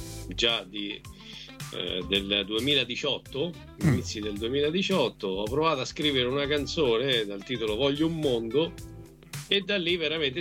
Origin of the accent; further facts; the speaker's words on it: Foligno, Umbria, Italy; sono proprio di Folignate Doc, come si dice.